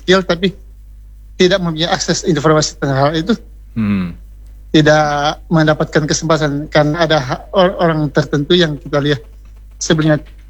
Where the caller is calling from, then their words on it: North Sulawesi, Indonesia; khususnya di daerah saya itu di Kabupaten Minahasa.